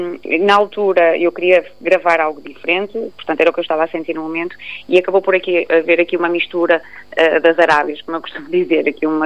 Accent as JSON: {"language": "Portuguese", "region": "Norte", "country": "Portugal", "said": "Eu sou minhota e já há algum tempo que queria trazer aqui um bocadinho esse registro"}